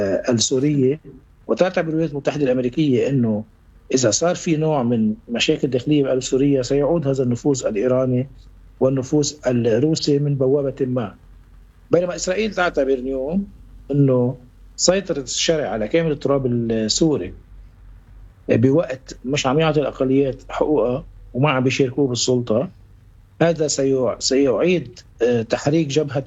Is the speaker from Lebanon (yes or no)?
yes; Lebanon; ونحن كمان كلبنانيين